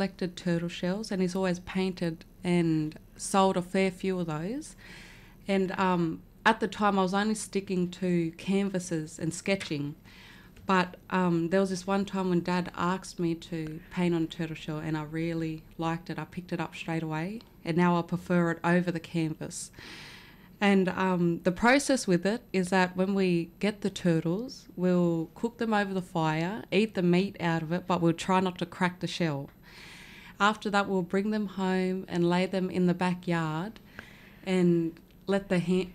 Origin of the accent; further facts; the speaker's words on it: Woodenbong, New South Wales, Australia; also born or lived in Casino; we're from Mooli Mooli, the community of Woodenbong. So that's where my family come from, and here.